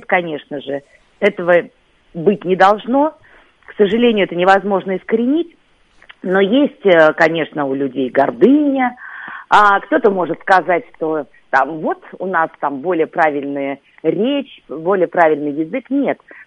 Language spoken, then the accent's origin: Russian; Saint Petersburg, Russia; moved away as an adult; now in Moscow, Russia; Вот у нас там ромовые бабы, я помню, я когда переехала в Москву, я совсем молоденькая была, мне там было 28 лет.